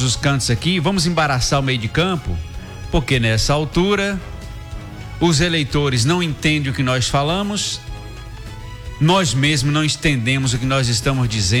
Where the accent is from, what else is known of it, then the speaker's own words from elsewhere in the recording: Bahia, Brazil; bestas somos nós do interior da Bahia